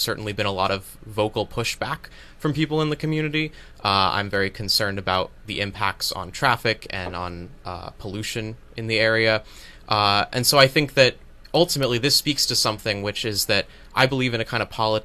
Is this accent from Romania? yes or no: no; Sprague, Connecticut, United States; I'm from Sprague, live in Sprague